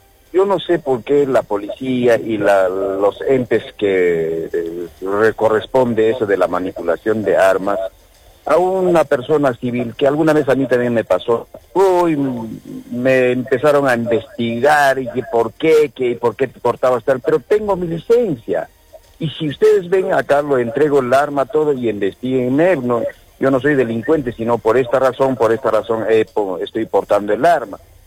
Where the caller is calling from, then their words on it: Arequipa, Peru; como arequipeños